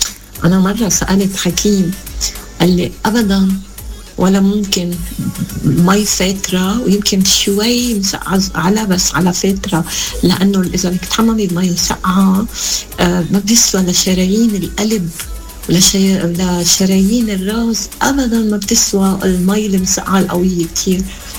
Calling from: Tyre, South Governorate, Lebanon

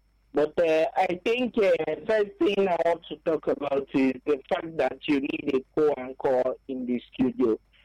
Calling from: Abuja, Federal Capital Territory, Nigeria; calling from Abuja.

